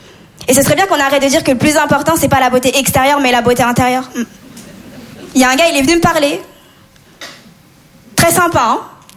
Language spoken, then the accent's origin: French; Comoros; also born or lived in Mayotte / Madagascar; Je suis comorienne mauraise malgache. C'est des îles dans l'océan Indien. Ce qui explique mon teint aussi.